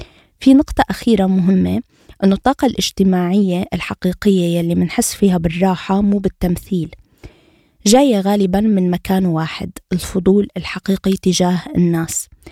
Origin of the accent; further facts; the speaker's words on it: Aleppo, Aleppo Governorate, Syria; إذا سأل من وين أنت وقلت من سوريا، بيرجع بيقول من وين من سوريا، وإذا قلت من حلب